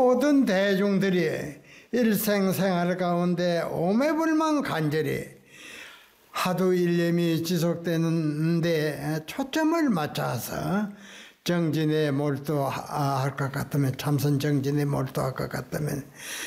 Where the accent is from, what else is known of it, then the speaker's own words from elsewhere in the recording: Namhae, South Gyeongsang, South Korea; born there; 산성은 경남 그 남해 절이지요. 들어오는 입구의 그 마을에서 태어났습니다.